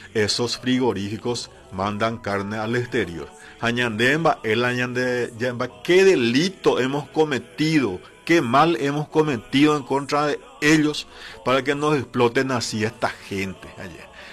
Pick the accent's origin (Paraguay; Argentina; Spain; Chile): Paraguay; Carapeguá, Paraguarí; mi orgullo como carapegüeño y como paraguayo